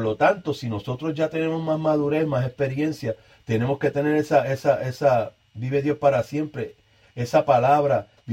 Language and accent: Spanish; Puerto Rico; O sea que no es porque yo soy puertorriqueño, voy solamente a los míos